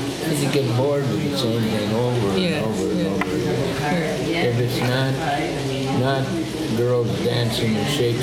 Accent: Canada; I am the Canadian

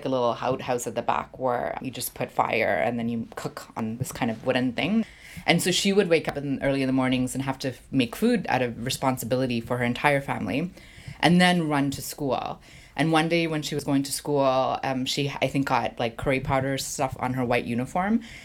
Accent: Canada; born or raised there

